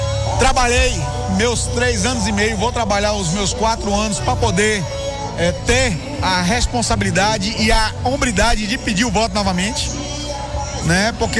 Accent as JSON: {"language": "Portuguese", "region": "Northeast Brazil", "country": "Brazil", "said": "para nós que somos nordestinos"}